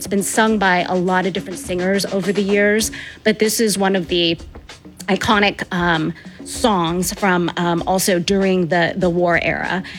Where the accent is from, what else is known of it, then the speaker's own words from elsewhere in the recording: Olympia, Washington, United States; he ended up in Olympia, Washington, which is my hometown.